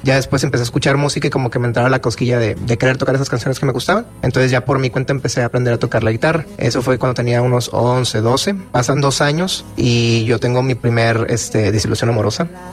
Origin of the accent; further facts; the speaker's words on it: Guadalupe, Nuevo León, Mexico; Yo soy de aquí de Monterrey, Nuevo León.